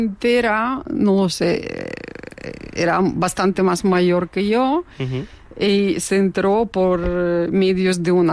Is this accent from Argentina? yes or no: no; Minsk, Belarus; Spanish is a second language; moved away as an adult; now in Spain; Yo soy de Bielorrusia, de capital, de Minsk.